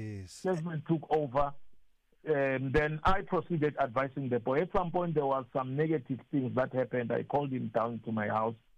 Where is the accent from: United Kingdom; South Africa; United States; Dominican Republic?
South Africa; as a South African